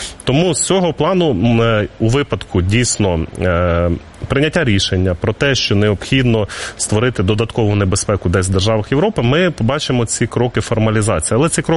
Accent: Odesa Oblast, Ukraine; Я з Одеської

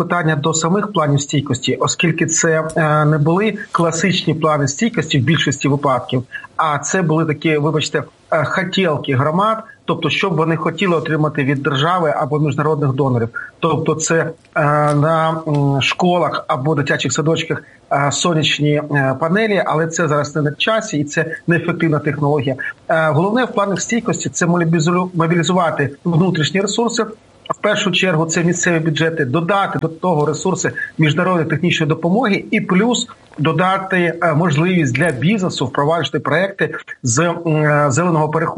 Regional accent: Kharkiv, Kharkiv Oblast, Ukraine; мій рідний Харків

